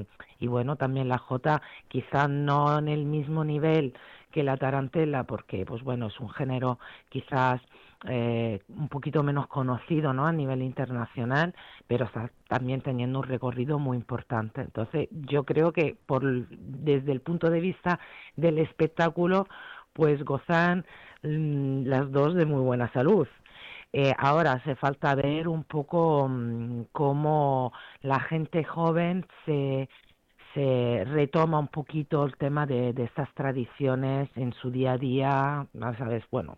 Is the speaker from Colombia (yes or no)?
no; Italy; Spanish is a second language; moved away as an adult; now in Spain; Yo soy italiana, llevo aquí 26 años